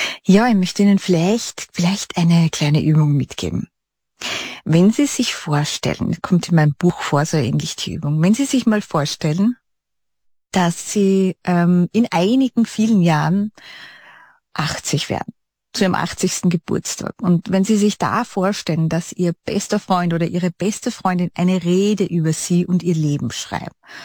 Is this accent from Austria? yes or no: yes; Styria, Austria; ich bin ja schon aus so Grazer Gegend, das ist ja fast schon ein bisschen südlich.